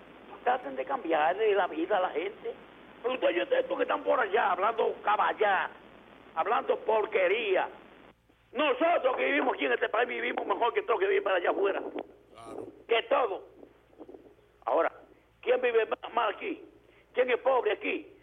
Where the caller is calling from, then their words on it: Dominican Republic; nosotros como dominicanos